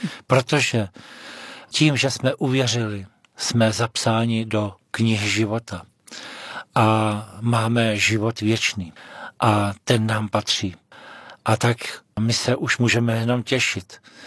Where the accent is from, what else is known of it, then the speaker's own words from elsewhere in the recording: Vysočina Region, Czechia; přišel jsem na Moravu, přestěhoval jsem se z Vysočiny na Prostějovsko